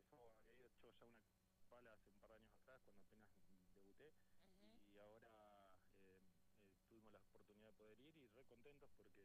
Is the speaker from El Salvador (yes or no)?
no; Argentina; somos argentinos